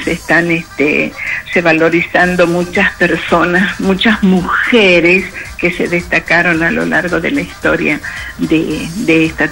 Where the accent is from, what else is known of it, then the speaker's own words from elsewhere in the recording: Argentina; No, somos argentinos